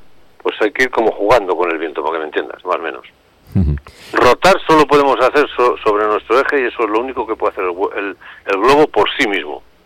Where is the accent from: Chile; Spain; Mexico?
Spain; La Rioja; Pues porque soy riojano.